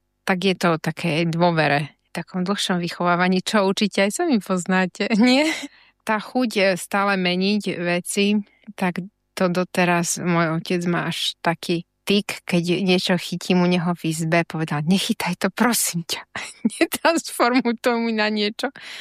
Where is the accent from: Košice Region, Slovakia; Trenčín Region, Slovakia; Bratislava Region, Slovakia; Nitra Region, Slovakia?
Bratislava Region, Slovakia; Bratislava; born there; narodila som sa v Bratislave. Aj moji rodičia pochádzajú z Bratislavy.